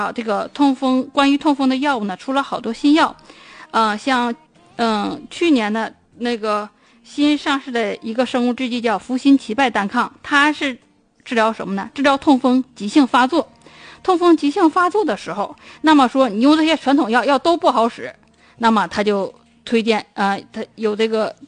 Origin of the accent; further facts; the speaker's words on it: Northeast China, China; 我们东北人